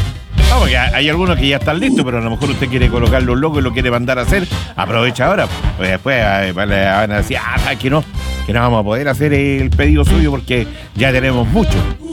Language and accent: Spanish; Chile; como somos los chilenos y las chilenas